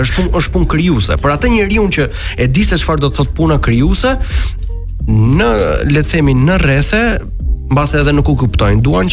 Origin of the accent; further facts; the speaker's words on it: Fier, Fier County, Albania; moved away; Unë për shembull jam rritur në Fier.